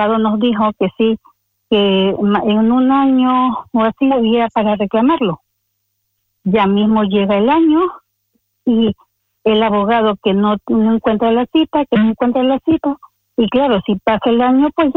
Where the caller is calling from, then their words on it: Madrid, Community of Madrid, Spain; de aquí de Madrid.